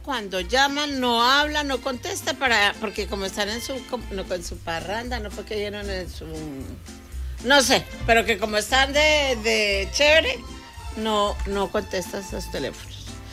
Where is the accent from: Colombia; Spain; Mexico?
Colombia; tarotista colombiana.